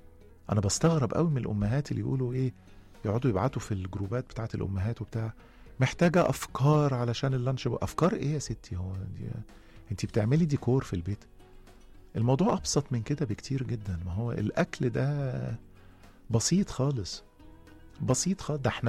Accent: Egypt; مش احنا بس كمصريين

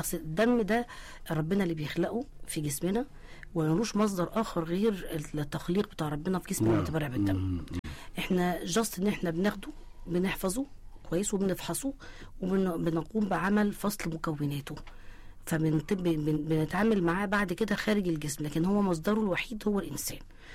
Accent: Egypt; واحنا شعب مصري، احنا كشعب مصري احنا بنتميز بالعاطفه

